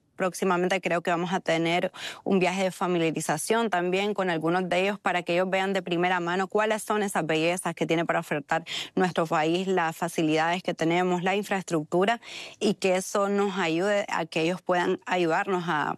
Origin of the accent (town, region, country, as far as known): Nicaragua